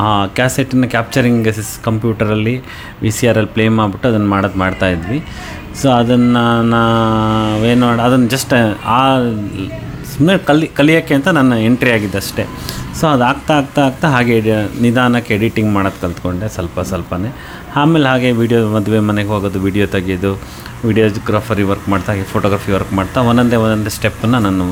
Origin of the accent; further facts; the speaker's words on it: Shivamogga, Karnataka, India; ನಾನು ಹುಟ್ಟಿ ಬೆಳೆದಿರೋದೆಲ್ಲ ಆ್ಯಕ್ಚುಲಿ ಜಾಸ್ತಿ ಕಳೆದಿರೋದೆಲ್ಲ ಶಿವಮೊಗ್ಗದಲ್ಲೇ. ನಾನು 7th ಹಿಡಿದು ಇಷ್ಟು ಈ ಏಜ್ ತನಕ ಬಂದಿರೋದೆಲ್ಲ ಶಿವಮೊಗ್ಗದಲ್ಲೇ. ನನ್ನ ಲೈಫನ್ನೆಲ್ಲ ನಡೆದಿರೋದು ಮಾಡಿರೋದೆಲ್ಲ ಶಿವಮೊಗ್ಗದಲ್ಲೇ.